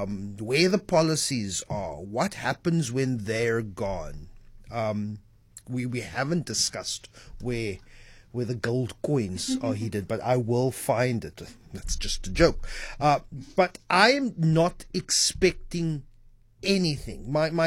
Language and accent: English; South Africa; because we're South African